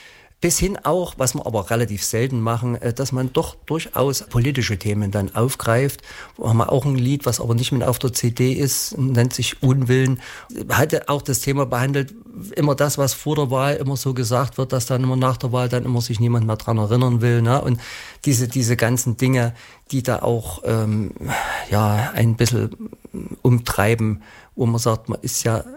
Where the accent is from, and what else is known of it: Plauen, Saxony, Germany; born or raised there; also born or lived in Chemnitz